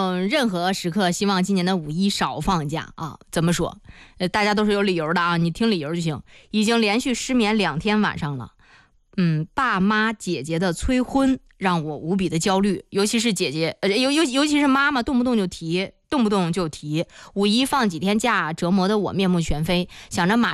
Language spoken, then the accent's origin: Chinese; Zhengding, Hebei, China; 因为我老家是正定的嘛，我们家也是在古城附近住，